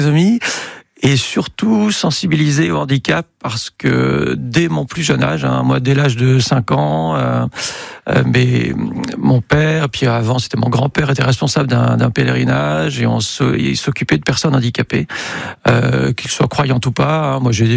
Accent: Lille, Hauts-de-France, France; accent: ch'ti; il est dans le Nord, comme on dit, avec l'accent, parce que je suis originaire de Lille, un ch'ti.

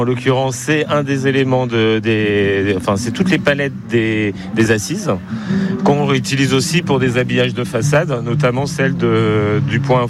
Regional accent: Le Mans, Pays de la Loire, France; On est du Mans et on est un collectif variable

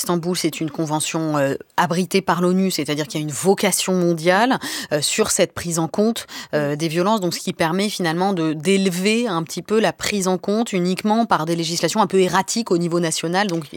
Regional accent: France; nous en tant que Français

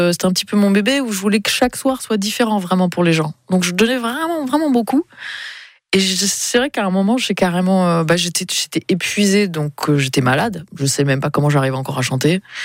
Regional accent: south of France, France; Attends, je suis du Sud.

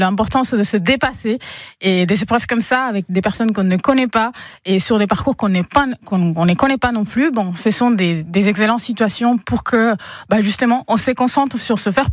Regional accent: Caracas, Capital District, Venezuela; now in Strasbourg, France; Et bonjour … On vient tous les deux de Caracas.

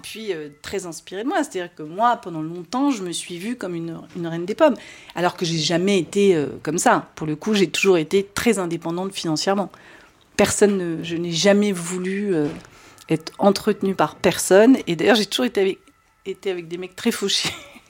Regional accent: France; Alors moi, en plus, je ne viens pas d'un milieu bourgeois, je viens de la France tradie, tout ce qui est de plus banal, quoi.

